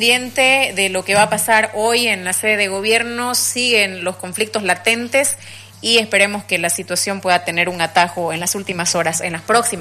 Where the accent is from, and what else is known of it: Bolivia